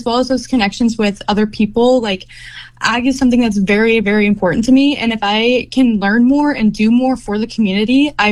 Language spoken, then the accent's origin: English; Weeping Water, Nebraska, United States; I'm from Weeping Water, Nebraska. I've been involved in agriculture my whole life.